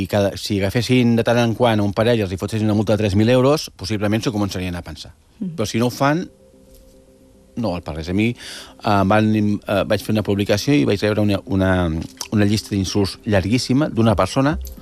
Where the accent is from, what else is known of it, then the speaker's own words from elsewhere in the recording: Catalonia, Spain; I jo, perfecte, m'he dit, igual, jo soc catalana.